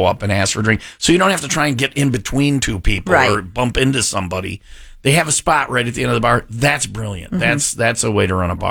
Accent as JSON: {"language": "English", "region": "Wisconsin", "country": "United States", "tie": "born or raised there", "said": "growing up in Wisconsin"}